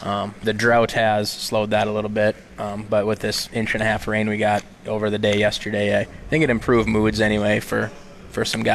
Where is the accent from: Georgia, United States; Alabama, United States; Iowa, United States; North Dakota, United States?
North Dakota, United States; Kindred; also born or lived in Castleton, North Dakota; Grew up working on farms around the Kindred areas where I'm from originally.